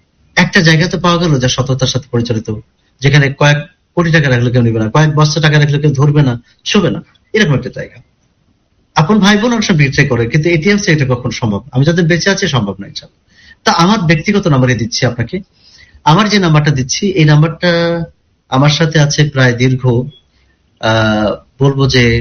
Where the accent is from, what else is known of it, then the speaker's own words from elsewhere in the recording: Kushtia, Khulna Division, Bangladesh; আমার বাড়ি যেমন কুষ্টিয়া হতে পারে